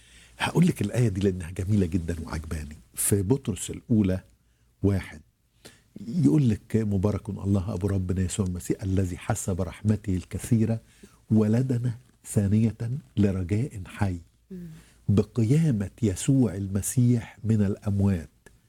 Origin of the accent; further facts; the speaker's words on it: Egypt; عندنا في مصر